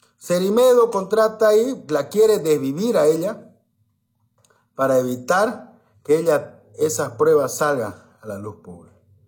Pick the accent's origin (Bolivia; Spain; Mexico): Bolivia; No somos tontos los bolivianos.